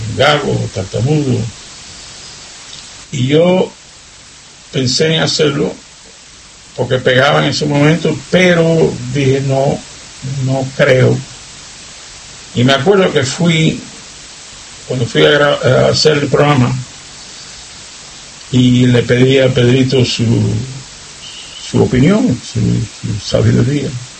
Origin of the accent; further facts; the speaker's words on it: Seville, Andalusia, Spain; born there; moved away; en Sevilla cuando yo me estaba criando. Mi adolescencia fue en Sevilla, España.